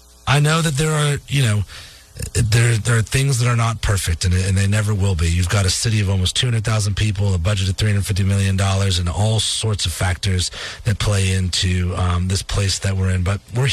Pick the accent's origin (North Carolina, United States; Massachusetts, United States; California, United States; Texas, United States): Massachusetts, United States; moved away; I talked to my sister who's back up in Massachusetts. She lives in my hometown, and she's got a million things to say about our hometown, which only has about 5,500 people.